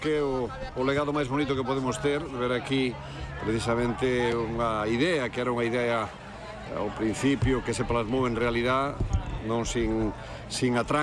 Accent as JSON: {"language": "Galician", "town": "Ponteareas", "region": "Galicia", "country": "Spain", "said": "también hay que estar aquí en Galicia, na miña terra, especialmente en Puenteareas"}